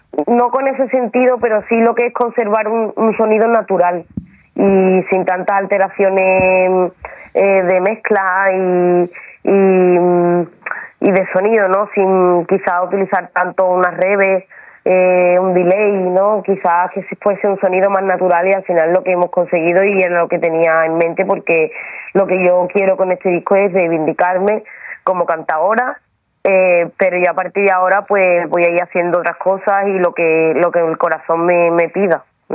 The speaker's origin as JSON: {"language": "Spanish", "town": "Jerez de la Frontera", "region": "Andalusia", "country": "Spain", "said": "pero mi tierra la verdad que me causa bastante responsabilidad y me machaco mucho. Tengo que estar preparada física, mentalmente, porque ir a mi tierra a mí me cuesta bastante la salud mental."}